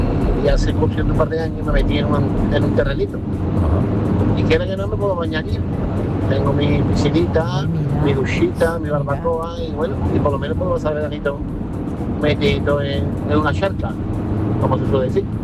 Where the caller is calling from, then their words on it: Seville, Andalusia, Spain; Buenas tardes … de Sevilla.